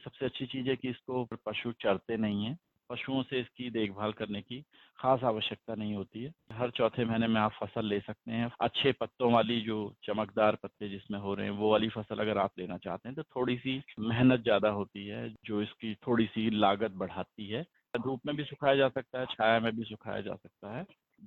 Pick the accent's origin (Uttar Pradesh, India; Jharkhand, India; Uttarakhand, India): Uttarakhand, India; Haldwani; मैं उत्तराखंड के हल्द्वानी से बिलोंग करता हूँ